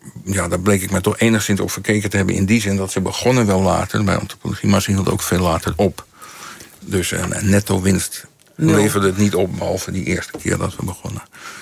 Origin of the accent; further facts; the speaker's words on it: Netherlands; born there; Ja, want ik ben in Nederland geboren.